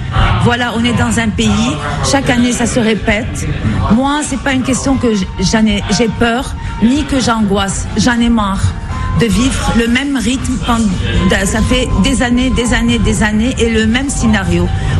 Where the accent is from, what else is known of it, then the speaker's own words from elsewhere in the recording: Lebanon; on est tous des Libanais, on veut vivre vraiment dans un pays normal.